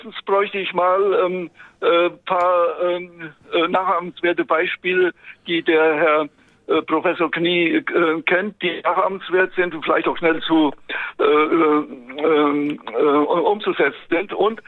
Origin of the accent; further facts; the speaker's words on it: Rhineland-Palatinate, Germany; born there; Erstmal als Landsmann, gebürtig in Isartkreis Altenkirchen, studiert an der Ingenieurschule in Siegen-Westfalen